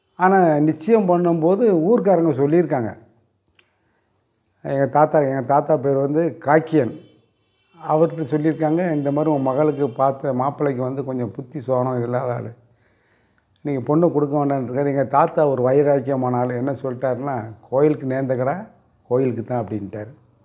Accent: Tamil Nadu, India; ஒரு சின்ன கிராமம், தாமிரபரணி ஆற்று ஓரத்தில் இருக்குது. நல்ல விவசாயம் செய்யக்கூடிய இடம். அங்கே தான் நான் பிறந்து வளர்ந்தது.

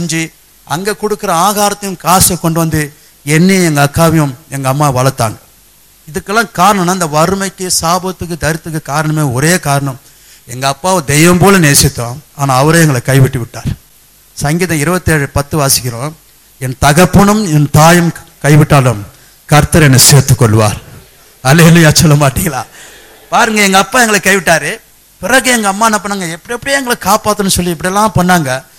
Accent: Chintadripet, Tamil Nadu, India; சிந்தாதிரிப்பட்டு என்ற ஊர்ல தான் நான் பிறந்து வளர்ந்தேன். சிந்தாதிரிப்பட்ட ஊர்னு சொன்னா ரொம்ப பேருக்கு தெரியும், அது ரொம்ப நல்ல ஊருங்கன்னு சொல்லி.

